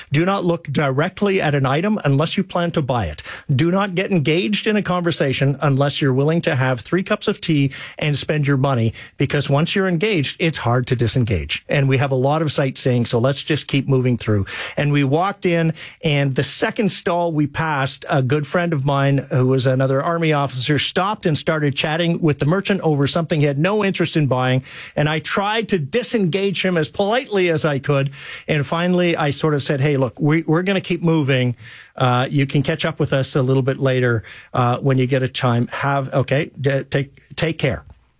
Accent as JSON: {"language": "English", "country": "Canada"}